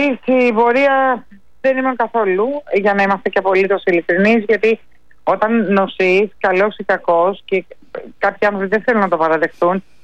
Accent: Athens, Attica, Greece; born there; Γεννήθηκα στην Αθήνα, η καταγωγή μου είναι από τη Μάνη, Λακωνική Μάνη, ναι.

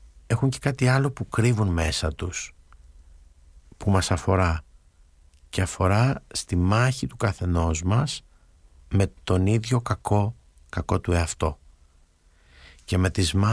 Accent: Greece; λέμε και εμείς ως Έλληνες

